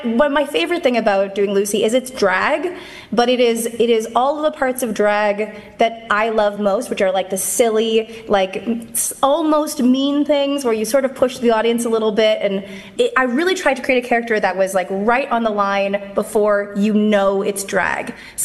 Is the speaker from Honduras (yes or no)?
no; Canada; So, and I'm Canadian, so it's even worse.